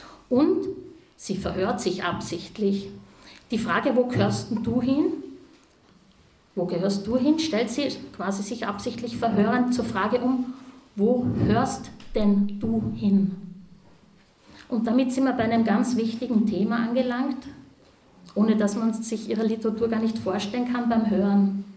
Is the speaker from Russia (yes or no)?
no; Upper Austria, Austria; Ich bin Oberösterreicherin, muss mich entschuldigen, dass ich weder das Steirische richtig kann, noch das Niederösterreichische.